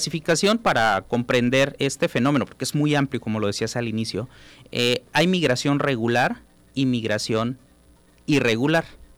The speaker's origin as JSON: {"language": "Spanish", "region": "Chiapas", "country": "Mexico", "moved": "as an adult", "lives_now": "Tabasco, Mexico", "said": "En mi caso, soy una persona migrante, soy del estado de Chiapas, me encuentro en Tabasco por cuestiones laborales, por cuestiones académicas, pero soy un migrante interno."}